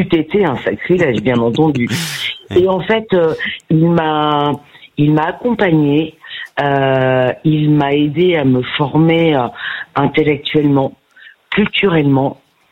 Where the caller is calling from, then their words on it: Beauvais, Hauts-de-France, France; De Beauvais, dans l'Oise.